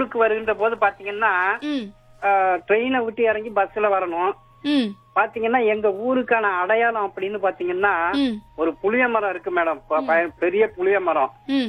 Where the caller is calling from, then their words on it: Karuppampulam, Tamil Nadu, India; வேதாரண்யம் வட்டம் கருப்பம்பளம் தெற்குல இருந்து சார்